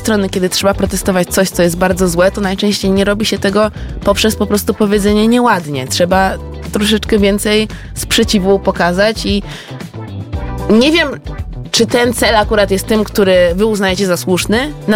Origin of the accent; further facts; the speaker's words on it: Warsaw, Masovian Voivodeship, Poland; a ja jako warszawianka powinnam coś powiedzieć